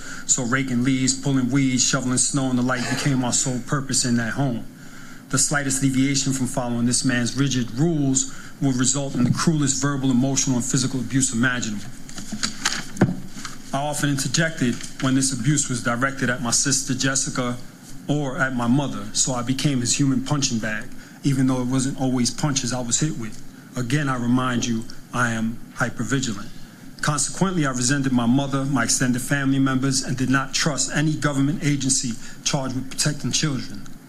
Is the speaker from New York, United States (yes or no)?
yes; New York City, New York, United States; born or raised there; also born or lived in Santurce, Puerto Rico